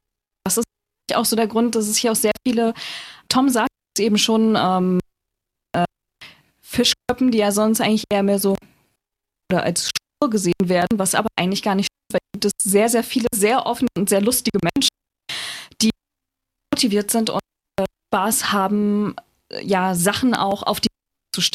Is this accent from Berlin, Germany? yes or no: no; Mecklenburg-Vorpommern, Germany; now in Greifswald, Germany; ich komme aus Vorpommern. Ich bin sehr lange auch bei der Vorpommern-Bühne anklammt, ja, Theater gespielt, habe mit 7 angefangen